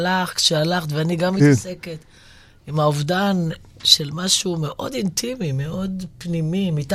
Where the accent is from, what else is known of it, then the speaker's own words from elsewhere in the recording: Or Yehuda, Tel Aviv District, Israel; באור יהודה, שם גדלתי